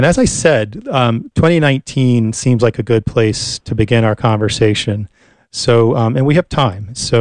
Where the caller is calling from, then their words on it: New Jersey, United States; Our children went to, I'm broadcasting from New Jersey. Our children went to a Fraternity of St. Peter School here in New Jersey